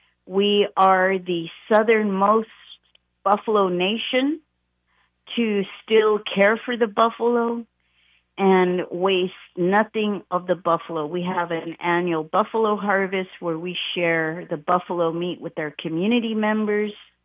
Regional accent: San Antonio, Texas, United States; moved away as an adult; also born or lived in Boulder, Colorado; I grew up in San Antonio, where Texas is a very difficult state to live in if you're Native.

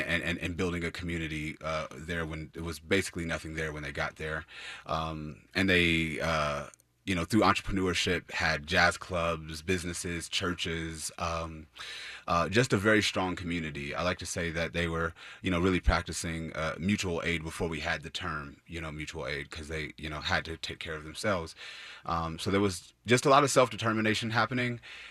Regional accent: Indianapolis, Indiana, United States; I grew up in Indianapolis

